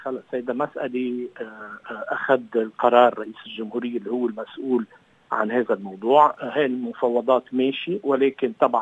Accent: Lebanon; كلبنانيين

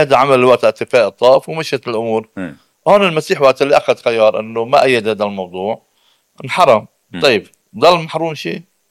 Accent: Lebanon; نحن علينا واجبات كلبنانيين

